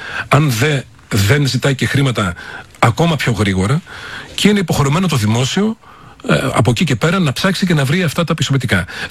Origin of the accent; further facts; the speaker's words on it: Trikala, Thessaly, Greece; είτε είσαι από τα μέρη μου, από τη Θεσσαλία, τα Τρίκαλα που μιλάς ίσως λίγο πιο βαριά